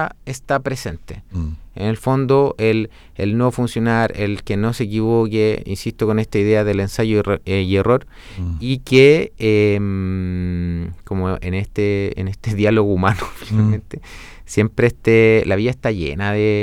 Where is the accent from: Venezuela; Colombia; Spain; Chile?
Chile; Rengo, O'Higgins; moved away; yo vengo de la región de O'Higgins, de una comuna que se llama Rengo